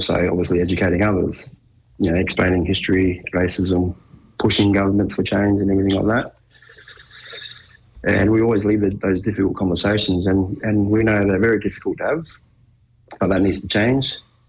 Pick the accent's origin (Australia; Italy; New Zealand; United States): Australia; Koonibba, South Australia; A lot of fond memories of growing up on Coonabba Mission.